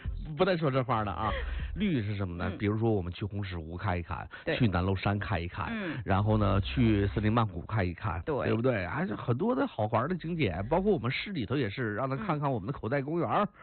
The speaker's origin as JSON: {"language": "Chinese", "town": "Huadian", "region": "Jilin", "country": "China", "said": "咱花田老百姓"}